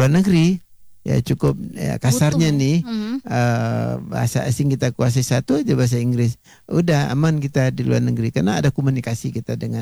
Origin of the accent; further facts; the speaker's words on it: West Sumatra, Indonesia; now in Jakarta, Indonesia; kalau kita orang Minang ya kita ada di Jakarta sekarang banyak ya sekali-sekali kita komunikasi dengan anak-anak dalam bahasa Minang umpamanya.